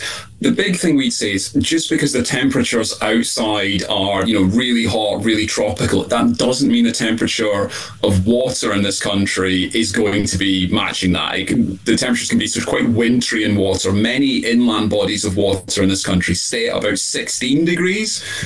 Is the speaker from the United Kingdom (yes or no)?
yes; Scotland, United Kingdom; I'm from Scotland. We've definitely had a cool climate. I grew up shivering most of the time.